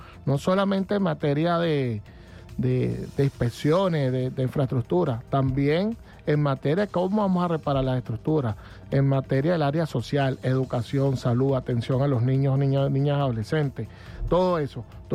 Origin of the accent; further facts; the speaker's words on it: Venezuela; nuestra patria, nuestra amada República Bolivariana de Venezuela.